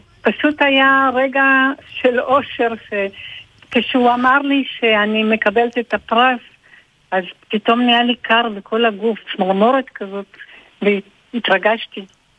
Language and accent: Hebrew; Tel Aviv, Tel Aviv District, Israel; accent: Bulgarian r; also born or lived in Bulgaria; שההורים שלי הגיעו לארץ ואני בת שנה, שבנו ביפו, היינו ביפו, ולאט לאט כל הבולגרים התאספו והגיעו ליפו. ואני בעצם יפו תל אביב מאז שאני קטנה.